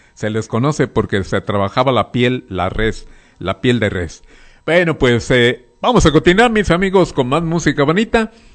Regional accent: Nayarit, Mexico; moved away; Igual panza verde, así nos dicen a los que somos de ahí de Santiago de la Costa, panzas verdes

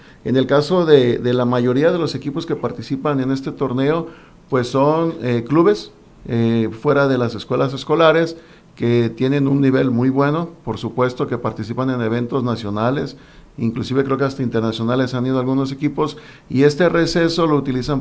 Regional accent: Santiago Ixcuintla, Nayarit, Mexico; now in Tepic, Mexico; Sí, pues yo soy nuevo aquí en Tepic, ¿no? Yo soy de Santiago Escuintla, no conocía en la edad infantil el torneo

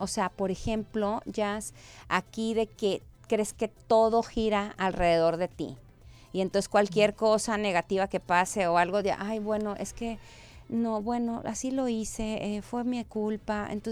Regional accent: Monterrey, Nuevo León, Mexico; O que ya ves que a mí, por ejemplo, que soy regia

